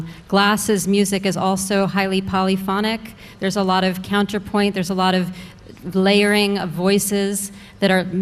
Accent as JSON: {"language": "English", "town": "Brooklyn", "region": "New York", "country": "United States", "tie": "born there", "said": "Yes, I think I might be the only person in the group who's actually from Brooklyn, but I was born in Brooklyn and I am a real Brooklynite, so."}